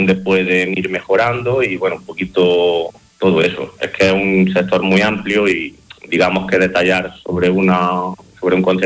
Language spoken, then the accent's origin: Spanish; Jaén, Andalusia, Spain; yo soy de aquí de Jaén